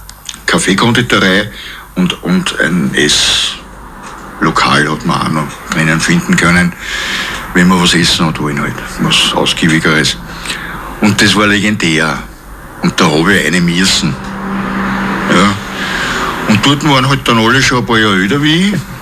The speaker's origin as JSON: {"language": "German", "town": "Krems", "region": "Lower Austria", "country": "Austria", "tie": "born or raised there", "said": "Wie gesagt, ich bin in Krems aufgewachsen."}